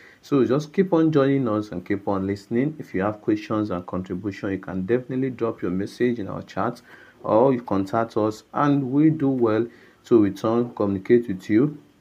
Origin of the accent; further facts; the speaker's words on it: Okada Town, Edo, Nigeria; from Okada Town, Edo State, Nigeria.